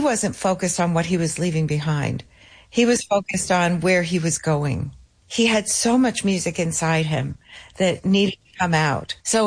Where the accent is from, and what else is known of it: New Jersey, United States; born there; moved away; also born or lived in Rochester